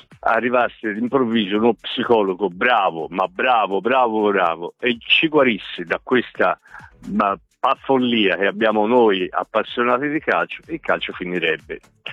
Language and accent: Italian; Piedmont, Italy; per dirlo da piemontese